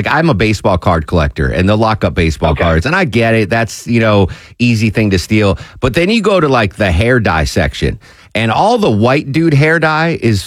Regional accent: Connecticut, United States; now in Atlanta, United States; So I'm from Connecticut

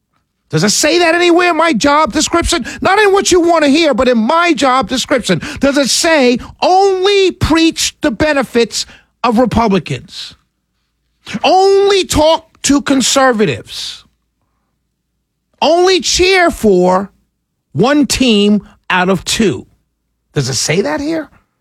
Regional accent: New York City, New York, United States; now in Atlanta, United States; born and raised in New York City, Harlem, a little village called Harlem in New York City. I've been down here about 27, 28 years. I love Atlanta. I love Georgia.

